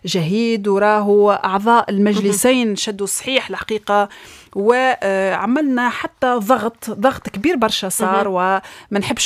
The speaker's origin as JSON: {"language": "Arabic", "country": "Tunisia"}